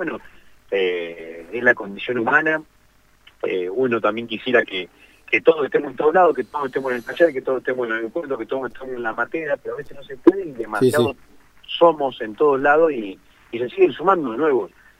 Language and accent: Spanish; Dolores, Buenos Aires Province, Argentina; born there; quisiera invitar aquí al pueblo donde nací este viernes en Dolores